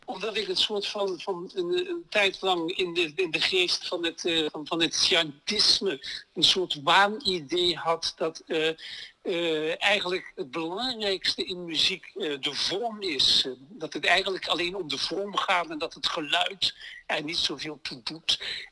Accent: Maastricht, Limburg, Netherlands; born there; En heel lang geleden ben ik geboren in Maastricht.

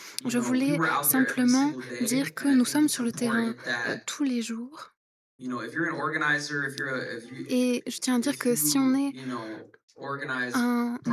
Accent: Chiapas, Mexico; French is a second language; moi, je viens de Chiapas. C'est l'état le plus au sud du Mexique, donc à la frontière avec le Guatemala.

